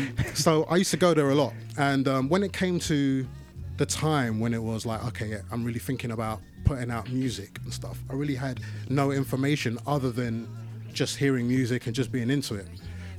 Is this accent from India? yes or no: no; London, United Kingdom; I grew up in Northwest London.